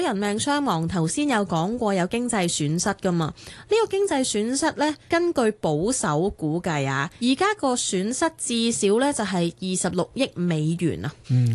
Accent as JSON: {"language": "Cantonese", "country": "Hong Kong", "said": "对于我哋香港人嚟讲，有几切身呢"}